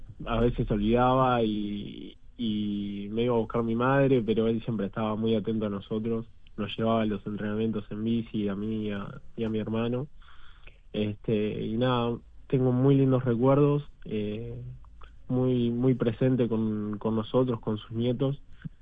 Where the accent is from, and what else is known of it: Montevideo, Uruguay; born there; now in Barros Blancos, Uruguay